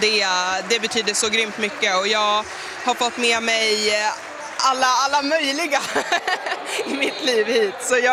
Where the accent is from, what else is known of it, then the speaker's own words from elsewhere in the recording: Sweden; hemma i Sverige